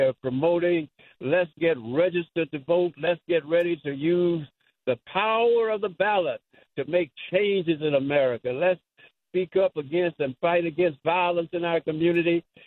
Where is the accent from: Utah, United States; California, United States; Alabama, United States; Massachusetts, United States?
Alabama, United States; I'm from Alabama, born and bred. I am a son of the South.